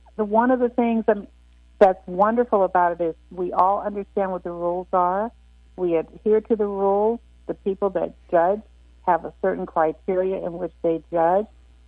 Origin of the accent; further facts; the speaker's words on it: California, United States; But I'm born and bred right here in the Inland Empire.